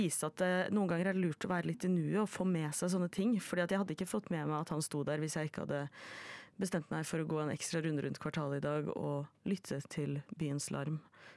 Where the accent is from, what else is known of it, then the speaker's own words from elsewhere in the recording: Oslo, Norway; Fordi jeg er fra Oslo.